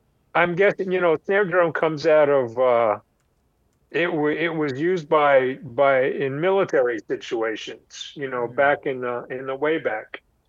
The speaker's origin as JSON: {"language": "English", "region": "New York", "country": "United States", "tie": "born or raised there"}